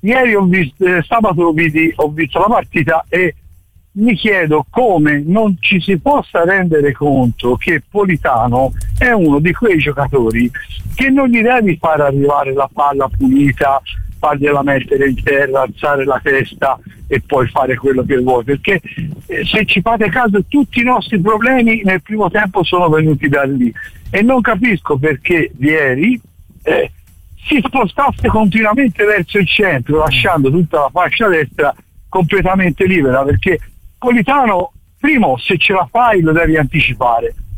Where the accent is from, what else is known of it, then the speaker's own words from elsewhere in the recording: Fucecchio, Tuscany, Italy; Siccome io sono di Pucecchio